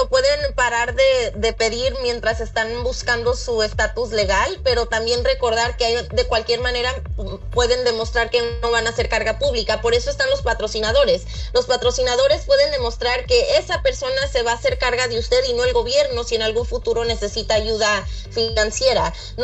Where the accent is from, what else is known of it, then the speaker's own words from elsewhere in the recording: Uruapan, Michoacán, Mexico; born there; moved away; yo nací en Michoacán, yo nací en Uruapan.